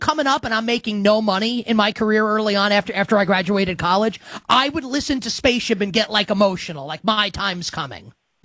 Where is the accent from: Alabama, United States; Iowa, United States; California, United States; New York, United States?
New York, United States; Queens; And I'm from Queens and I would choose